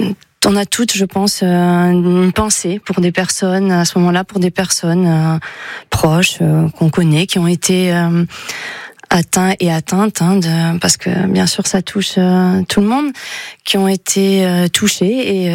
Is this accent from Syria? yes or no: no; France; je suis originaire de Garassi